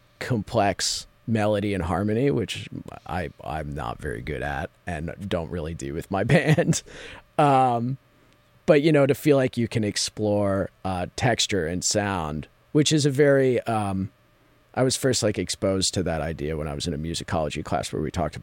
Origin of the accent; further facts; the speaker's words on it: Midland, Michigan, United States; I'm from Midland.